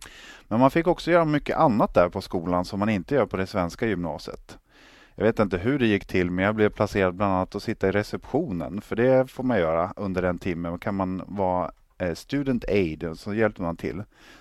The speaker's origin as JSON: {"language": "Swedish", "town": "Tväråträsk", "region": "Västerbotten County", "country": "Sweden", "tie": "born or raised there", "said": "där min trygghet fanns. När jag skulle börja gymnasiet så gör man det, och gjorde man det på den tiden primärt i Lycksele, som låg då väldigt många mil bort ifrån min uppväxtort och min by som heter Tväråträsk."}